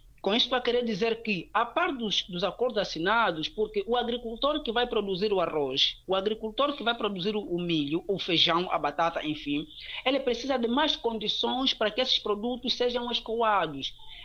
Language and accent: Portuguese; Angola; enquanto angolano que somos